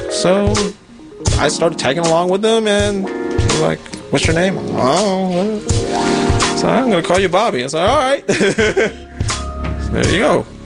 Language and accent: English; Maryland, United States; That's why I don't have an accent, and people find it hard to believe that I'm actually Korean.